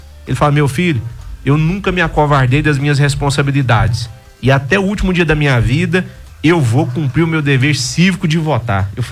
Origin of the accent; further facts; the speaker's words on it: Brazil; Eu sou brasileiro, jamais vou mudar do Brasil